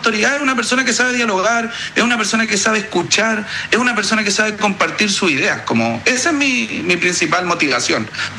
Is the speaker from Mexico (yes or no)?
no; Santiago, Santiago Metropolitan, Chile; Y yo estoy ahora en la ciudad de Puerto Natales, yo soy de Santiago, trabajo en la comuna de Pedro Aguirre Cerda